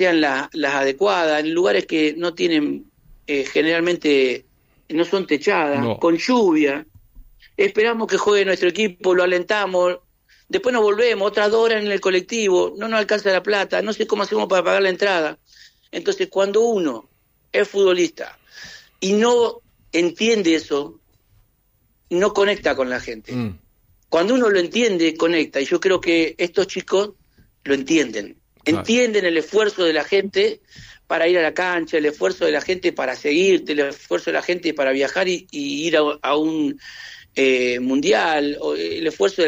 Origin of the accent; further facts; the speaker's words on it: Argentina; Los argentinos somos gente de una economía muy endeble, muy complicada